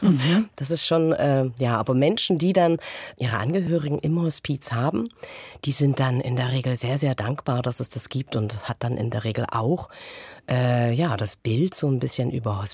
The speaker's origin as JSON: {"language": "German", "town": "Greiz", "region": "Thuringia", "country": "Germany", "tie": "born there", "said": "Ich bin in Greiz geboren."}